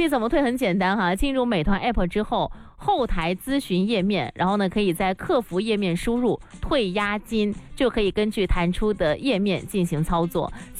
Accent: Guangdong, China; 我们广东人真的是需要注意一下哈

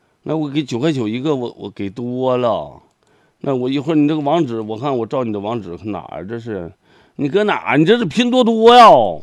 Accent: Zhaodong, Heilongjiang, China; moved away; 我回我们老家吧，黑龙江省肇东市东发乡同发村同仁堂屯

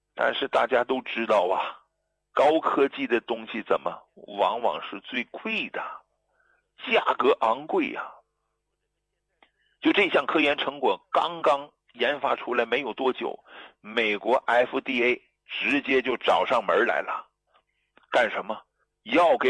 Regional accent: China; 因为我是中国人，而且我所用到的药材都是咱们中国产的

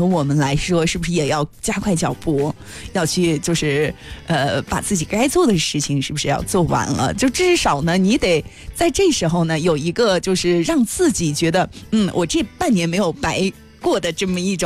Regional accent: Sichuan, China; 其实呢我作为四川人，我还蛮喜欢吃就是我们四川的那个米豆腐。

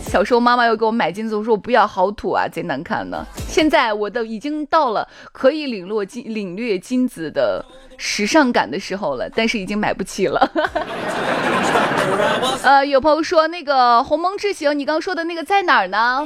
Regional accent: Shaanxi, China; 我们陕西人一到周末就要进山

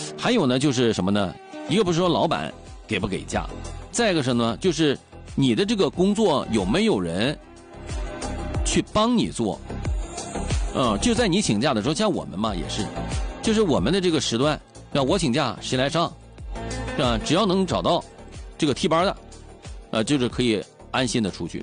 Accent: China

